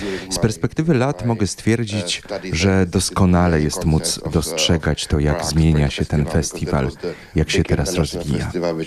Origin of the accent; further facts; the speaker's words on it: Prague, Czechia; Urodziłem się w Pradze, tutaj dorastałem i w końcu studiowałem.